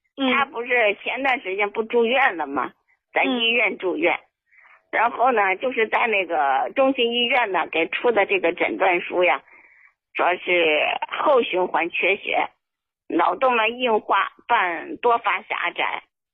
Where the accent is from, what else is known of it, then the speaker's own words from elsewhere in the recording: Anshan, Liaoning, China; 哎，我是鞍山的。